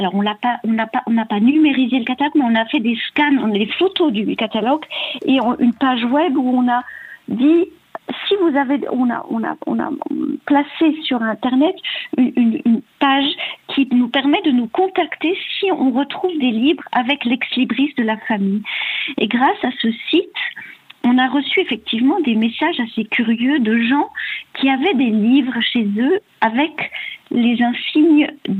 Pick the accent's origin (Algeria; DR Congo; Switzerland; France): Switzerland; Geneva; born there